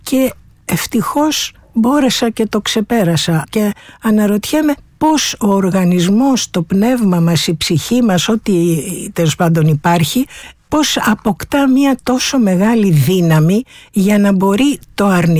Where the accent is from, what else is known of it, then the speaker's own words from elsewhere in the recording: Athens, Attica, Greece; born there; Εγώ γεννήθηκα στην Αθήνα, στα Εξάρχεια, και το λέω αυτό γιατί έχει και μια ιδιαίτερη βαρύτητα η περιοχή